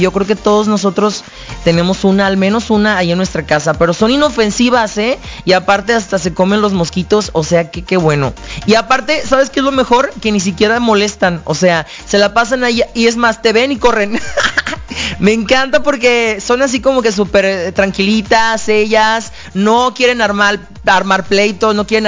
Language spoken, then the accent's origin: Spanish; Colima, Mexico; born there; La ciudad de los volcanes, de las palmeras, de los cocos. Estamos aquí, nacimos aquí en Colima